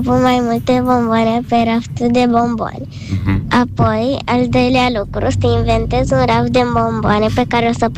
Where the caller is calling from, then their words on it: Bucharest, Romania; din București.